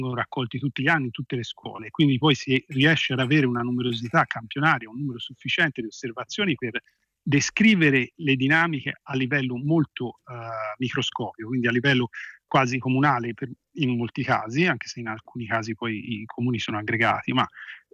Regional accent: Florence, Tuscany, Italy; io sono diciamo insegno a Firenze, sono di Firenze

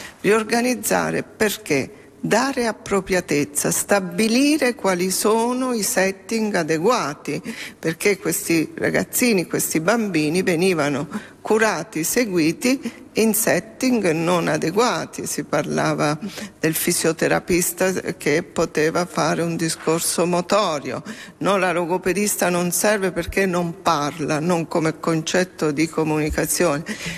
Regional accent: Abruzzo, Italy; essendo abruzzese, portai in Abruzzo quella formazione agli operatori nuova.

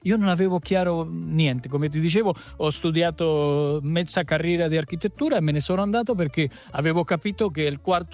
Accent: Argentina; io, pur essendo argentino, ho i miei nonni ancora argentini

